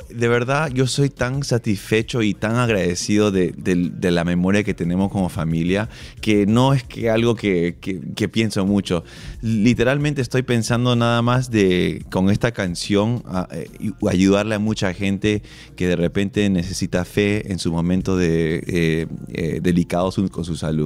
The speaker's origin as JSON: {"language": "Spanish", "country": "Peru", "said": "que somos una familia peruana normal"}